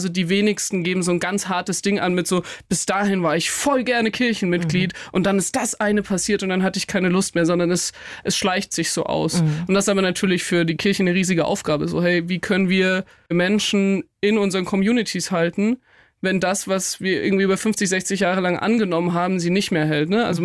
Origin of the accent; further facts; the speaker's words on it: Nittenau, Bavaria, Germany; Ich meine, ich bin in Nittenau aufgewachsen. Es ist wirklich mitten im Bayerischen Wald, also in der Oberpfalz.